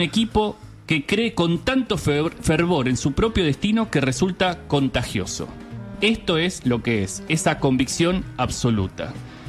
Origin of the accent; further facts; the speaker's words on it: Argentina; Somos argentinos, a todo le exigimos todo.